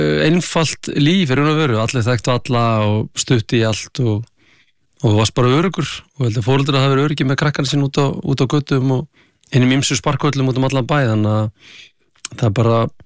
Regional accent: Akranes, Western Region, Iceland; Það var bara geggjað, sko. Það lítil bær þá, hann er stækka ört núna, hvað hann var örgulega 5.000 manns þegar við vorum upp á okkar besta

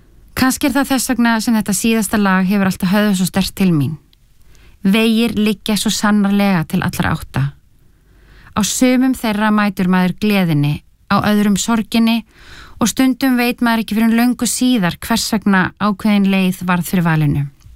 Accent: Reykjavík, Capital Region, Iceland; also born or lived in Norway; Ég ólst upp í Reykjavík, ég hef ferðast heiminn, ég bjó í Noregi

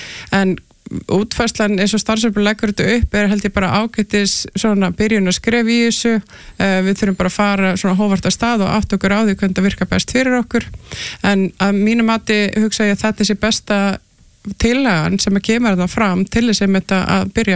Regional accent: Westfjords, Iceland; og ég er utan að, sem þetta ég ólst upp á Vestfjörðum, það sem að hérna í samfélagi sem að bara konaði niður hægt og rólu

